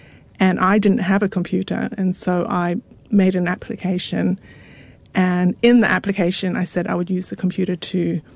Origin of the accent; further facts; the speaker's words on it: Tonga; born there; oh, you know, I was born in Tonga and I feel like an outsider with Western music.